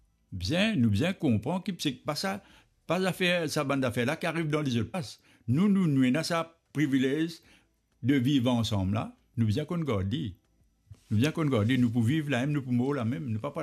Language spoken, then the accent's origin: French; Mauritius; Nous sommes de la Terre Maurice, et la Terre Maurice, c'est un pays.